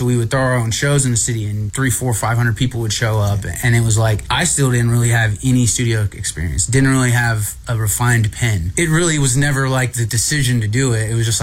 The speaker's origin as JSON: {"language": "English", "town": "Tulsa", "region": "Oklahoma", "country": "United States", "moved": "as an adult", "said": "You know, I'm from Tulsa, but moved here 18, haven't left."}